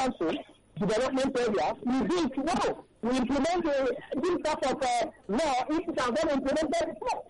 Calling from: Nigeria

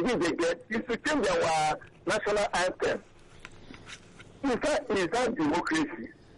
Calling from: Nigeria; I'm calling from Eba.

